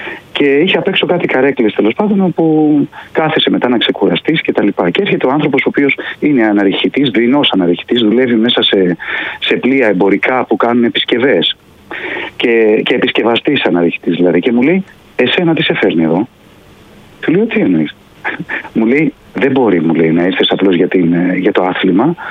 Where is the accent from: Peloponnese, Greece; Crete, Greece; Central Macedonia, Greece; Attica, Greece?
Attica, Greece; Athens; Όχι, είμαι Αθηναίος. Τους... Είμαι Αθηναίος που πάω στις Κουτσουπιές